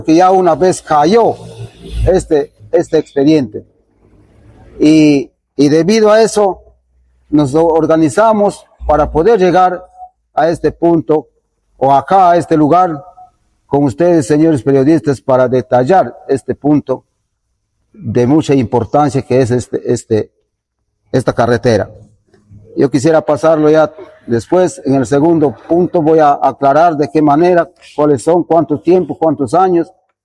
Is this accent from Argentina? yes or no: no; Peru